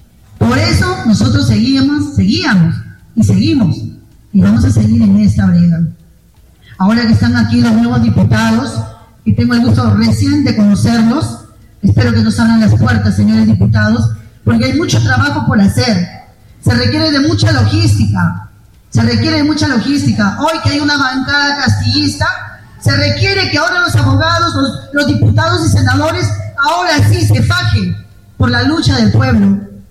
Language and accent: Spanish; Lima, Peru; porque soy de Lima